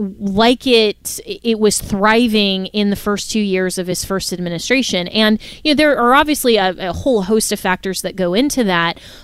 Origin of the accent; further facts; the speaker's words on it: Florida, United States; here in my home state of Florida